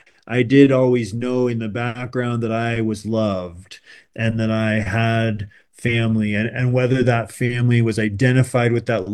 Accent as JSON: {"language": "English", "country": "United States", "said": "I experienced being an American as a gay American"}